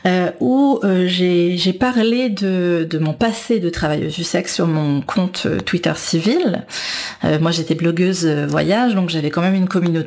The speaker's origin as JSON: {"language": "French", "country": "Canada", "said": "on se sent moins vulnérable, je crois, quand on est canadienne, quand on n'a plus de 18 ans"}